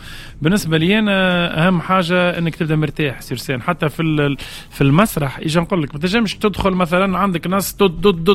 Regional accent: Ariana, Ariana Governorate, Tunisia; born there; moved away as an adult; now in Ennasr, Tunisia; كي عرست وليت نسكن في النصر اما حومتي اريانا

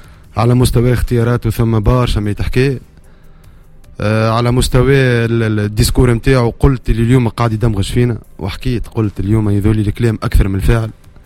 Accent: Tunisia; أنا واحد من الناس كتونسي

